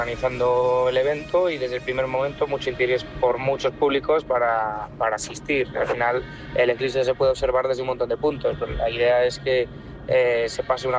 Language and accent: Spanish; Autilla del Pino, Castile and León, Spain; soy de Autilla del Pino, en Palencia, a escasos 10 kilómetros de la capital palentina.